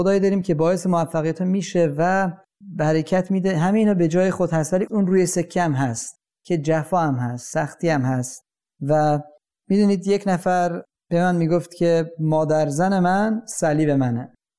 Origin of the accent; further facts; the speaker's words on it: Iran; ماها همه در ایران متولد شدیم، بزرگ شدیم